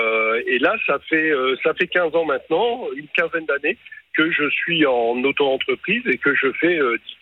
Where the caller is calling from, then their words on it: Troyes, Grand Est, France; Alors, moi, je suis à Troyes. Je suis à Troyes.